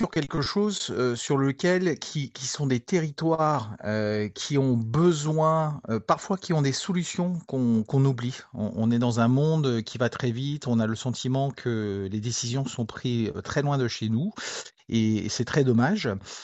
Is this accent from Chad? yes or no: no; Brittany, France; chez nous en Bretagne